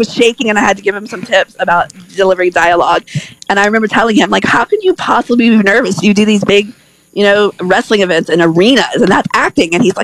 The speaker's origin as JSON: {"language": "English", "region": "Louisiana", "country": "United States", "said": "Okay, I am swamp trash from Louisiana."}